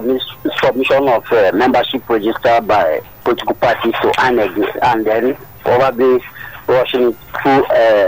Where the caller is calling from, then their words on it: Lagos, Nigeria; I'm calling from Abanaje in Ikosi.